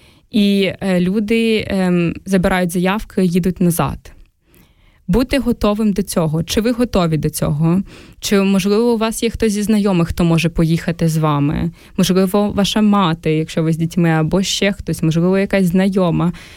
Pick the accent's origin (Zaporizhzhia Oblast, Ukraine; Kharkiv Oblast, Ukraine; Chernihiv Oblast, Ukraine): Zaporizhzhia Oblast, Ukraine; Zaporizhzhia; Мені було 16 тоді, коли війна застала нас в Запоріжжі. Я виросла в Запоріжжі.